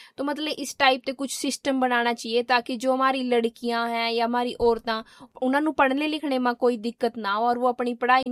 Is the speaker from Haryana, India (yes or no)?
yes; Fatehpur, Haryana, India; और हम फतेहपुर गांव में रहा, और जो मेरी स्टडी है वो मैंने प्लस टू नगला स्कूल, जो मेरे गांव के थोड़ी दूर था, वहां से करी।